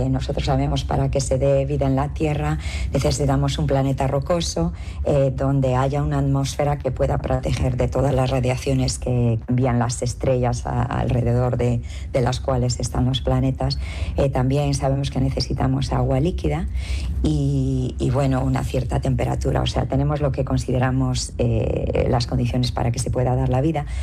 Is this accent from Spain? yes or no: yes; Galicia, Spain; moved away as an adult; now in Canada; mi familia está en España, bueno, sí. Y en Canadá, mis hijos. Y claro, España, yo vengo todos los años, me tira mucho, es donde nací, mi tierra gallega